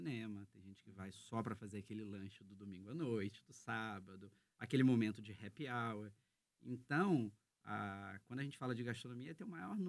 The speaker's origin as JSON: {"language": "Portuguese", "region": "Rio de Janeiro", "country": "Brazil", "also_born_or_lived": "Maringá", "moved": "as an adult", "lives_now": "Londrina, Brazil", "said": "eu já rodei um bocado. É. Mas eu sou carioca, e aí por conta de trabalhar em shopping, eu já rodei alguns estados do Brasil"}